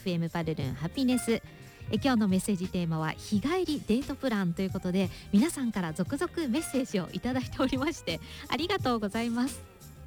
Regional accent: Kitakyushu, Fukuoka, Japan; 6月13日北九州に出向き、北九州に、私の生まれ故郷の北九州に出向き

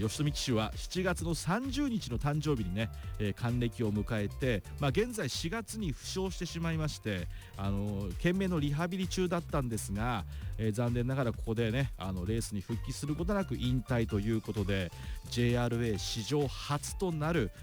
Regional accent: Tochigi, Japan; 僕のふるさとである栃木でもいた選手なので

